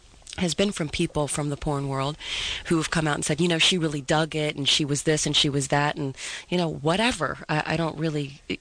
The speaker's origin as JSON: {"language": "English", "town": "Steubenville", "region": "Ohio", "country": "United States", "tie": "born or raised there", "moved": "yes"}